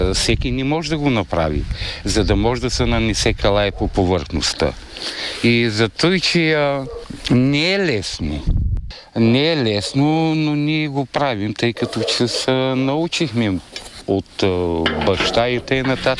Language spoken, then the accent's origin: Bulgarian; Stara Zagora, Stara Zagora Province, Bulgaria; also born or lived in Dragoevo; От Стара Загора съм, но съм на времето съм живял тук в Драгоево. Съм израснал